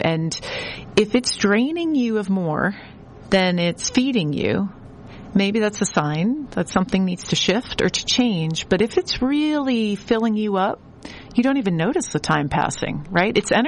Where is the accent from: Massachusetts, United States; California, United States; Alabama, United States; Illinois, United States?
Massachusetts, United States; Boston; being a Bostonian